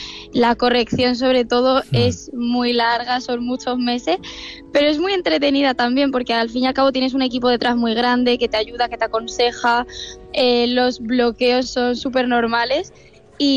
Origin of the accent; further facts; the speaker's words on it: Murcia, Region of Murcia, Spain; De Murcia capital, exactamente, de centro. De hecho, cuando me confunden con el acento digo, no puede ser, si es súper reconocible.